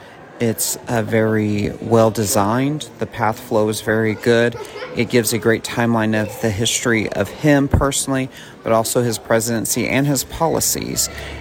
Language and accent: English; Oklahoma City, Oklahoma, United States; Oklahoma City, Oklahoma.